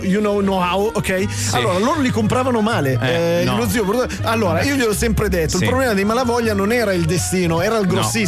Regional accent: Milan, Lombardy, Italy; Sono milanese, sì.

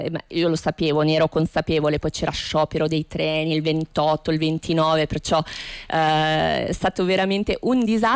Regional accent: Varese, Lombardy, Italy; moved away as an adult; now in Rome, Italy; mia mamma è pugliese, mio papà è della Basilicata, quindi io ho origini meridionali, ma di fatto sono nata e cresciuta a Varese.

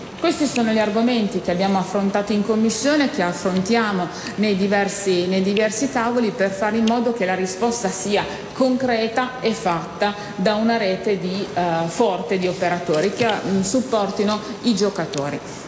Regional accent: Piacenza, Emilia-Romagna, Italy; io sono di Piacenza

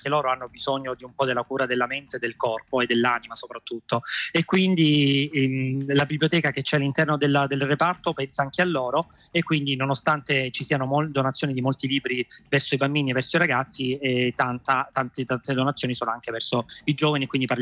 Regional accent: Tuglie, Apulia, Italy; moved away as an adult; now in Rome, Italy; nel mio paese, dove siamo stati 6 anni, nella comunità di Tuglia, vicino a Gallipoli

